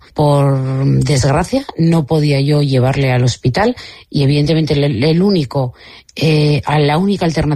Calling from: Irún, Basque Country, Spain; ciudadana de Irún.

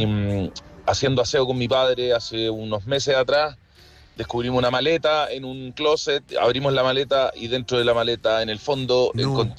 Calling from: Santiago, Santiago Metropolitan Region, Chile; Ya, amigos, un saludo grande desde la comuna de La Florida.

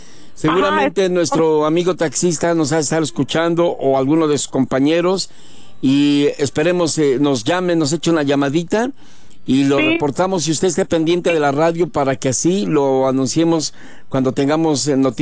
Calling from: Mexico; Del Guarda de Guerrero, a sus órdenes.

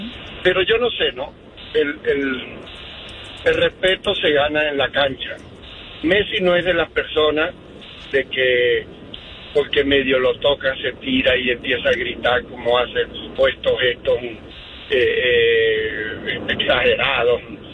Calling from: Utah, United States

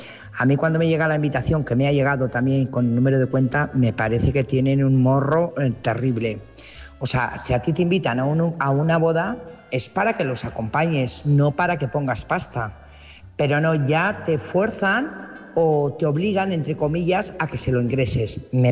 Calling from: Burgos, Castile and León, Spain; Buenas noches … corresponsal de Burgos.

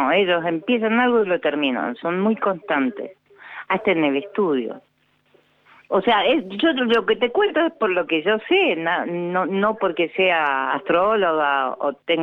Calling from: Mendoza, Argentina; Saludos desde Mendoza

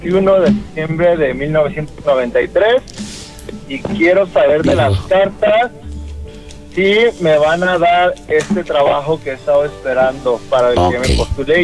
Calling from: Veracruz, Mexico; Los 40 principales del puerto de Veracruz.

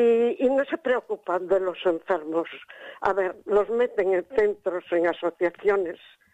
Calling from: Pontevedra, Galicia, Spain; Desde Pontevedra.

